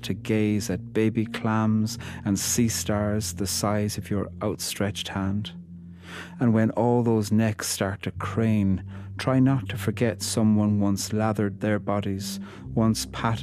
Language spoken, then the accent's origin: English; Ireland; I'm a poet from Ireland